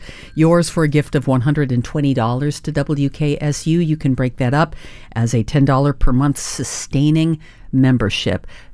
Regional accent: Brunswick, Ohio, United States; Let's hear from more folks from Brunswick, which is where I grew up.

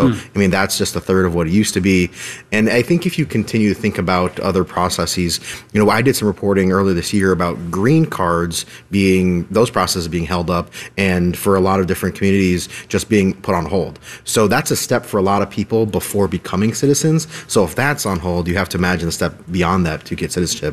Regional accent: Medina, Ohio, United States; growing up in Medina, a little bit further away than most suburbs

